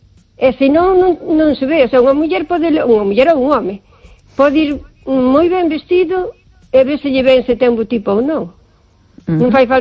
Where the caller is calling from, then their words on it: O Carballiño, Galicia, Spain; Hola Esther, buenas noches … de Carballiño.